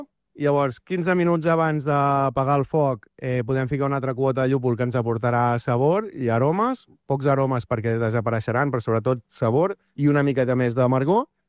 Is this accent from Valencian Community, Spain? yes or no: no; Arenys de Mar, Catalonia, Spain; jo vaig començar muntant una fira de birra al meu poble i...